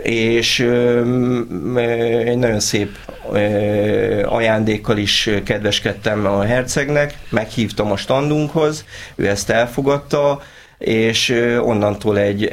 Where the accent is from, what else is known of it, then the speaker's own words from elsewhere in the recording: Budapest, Hungary; Egy csepeli srác vagyok